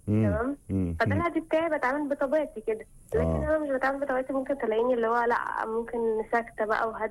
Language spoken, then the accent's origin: Arabic; Alexandria, Alexandria Governorate, Egypt; وانا من اسكندريه